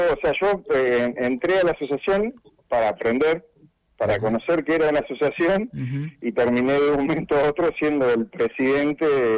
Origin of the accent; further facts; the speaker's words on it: Bahía Blanca, Buenos Aires Province, Argentina; moved away as an adult; also born or lived in La Plata; now in Puerto Madryn, Argentina; yo soy de Bahía Blanca, o sea, hice todas mis formativas allá en Bahía, en el Club Alem, desde pre-mini hasta U17, y después, bueno, me fui a estudiar, estuve estudiando en La Plata